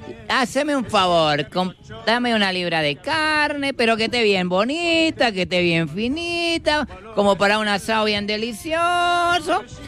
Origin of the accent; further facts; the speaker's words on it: Buenos Aires, Cauca, Colombia; El mío es que yo soy de Buenos Aires. Bueno, Buenos Aires, Cauca.